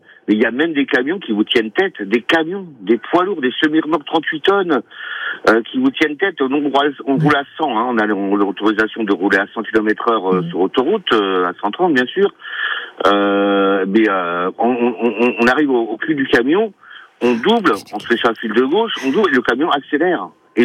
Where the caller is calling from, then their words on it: Terrasson-Lavilledieu, Nouvelle-Aquitaine, France; Bah, j'habite Terrasson, mais là, je suis à Népoul, en fait. J'habite Terrasson et je travaille en Corrèze